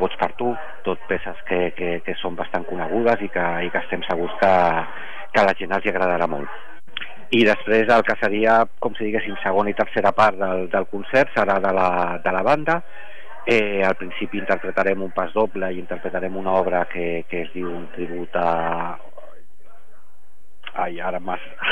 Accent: El Prat de Llobregat, Catalonia, Spain; som del Prat.

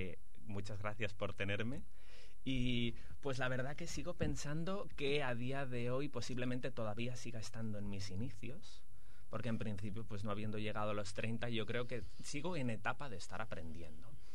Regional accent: El Prat de Llobregat, Catalonia, Spain; also born or lived in London; volver al Prat o volver a Barcelona tiene mucho que ver con volver a estar con la familia

